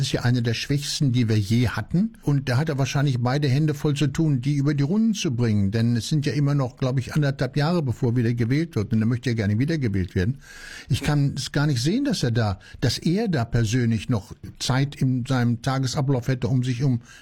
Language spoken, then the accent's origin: German; Cologne, North Rhine-Westphalia, Germany; ich komme aus Köln, aus Nordrhein-Westfalen